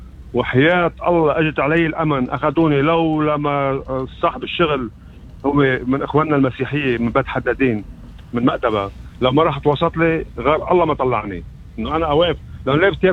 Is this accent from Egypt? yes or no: no; Lebanon; يعني أنا كمواطن سوري عم بحكي معك مش باللبناني، بس أنا خلقان باللبنان والله ما بعرف سوريا صدقيني.